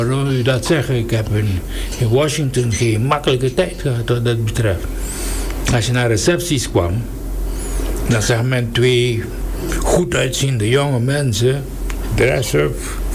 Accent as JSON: {"language": "Dutch", "country": "Suriname", "said": "toen ze begrepen dat we uit Suriname kwamen"}